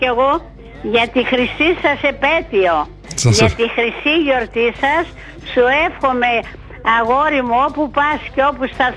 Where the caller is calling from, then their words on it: Kalamaria, Central Macedonia, Greece; Είμαι μια κυρία από την Καλαμαριά.